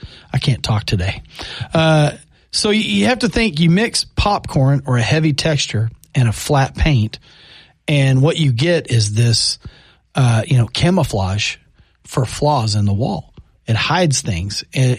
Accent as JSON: {"language": "English", "town": "Amarillo", "region": "Texas", "country": "United States", "tie": "born there", "said": "I mean, it was a long time ago, but that is where I was born. So the high plains of Amarillo."}